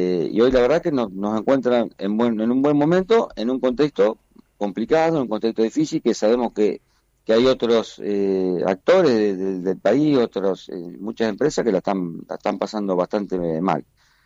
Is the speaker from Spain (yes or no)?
no; Bombal, Santa Fe, Argentina; Yo soy un productor agrícola ganadero de acá del sur de Santa Fe. Mi pueblo es Bombal.